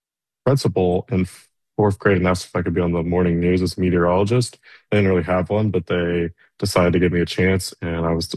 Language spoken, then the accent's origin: English; Raleigh, North Carolina, United States; growing up in Raleigh. I grew up in Raleigh. I was born in Raleigh, so I'm from North Carolina.